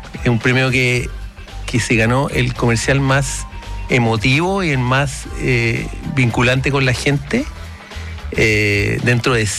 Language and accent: Spanish; Viña del Mar, Valparaíso, Chile; yo soy de Viña, ¿cachai?